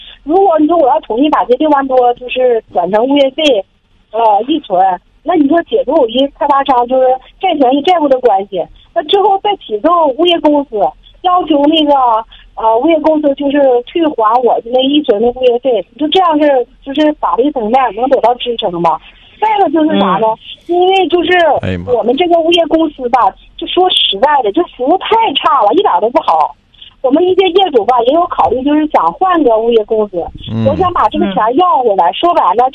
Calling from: Changchun, Jilin, China; 就是我是长春的

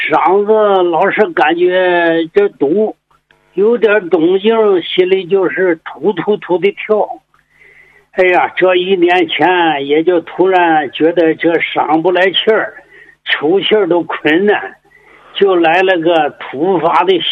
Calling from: Jining, Shandong, China; 我是山东济宁的

